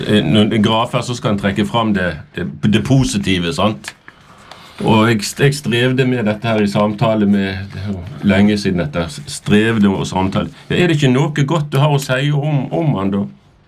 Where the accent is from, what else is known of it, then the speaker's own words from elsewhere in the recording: Bergen, Vestland, Norway; born there; Jeg er født i Bergen.